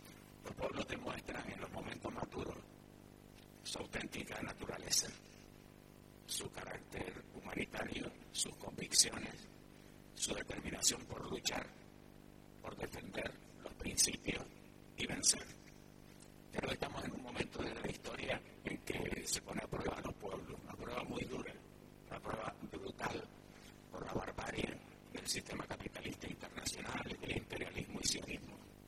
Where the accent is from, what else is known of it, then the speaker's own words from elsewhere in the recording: Canary Islands, Spain; Somos canarios cubanos o cubano-canarios.